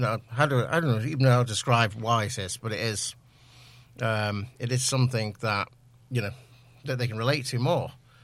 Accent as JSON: {"language": "English", "region": "South East England", "country": "United Kingdom", "said": "I'm 49. I'm from Oxfordshire"}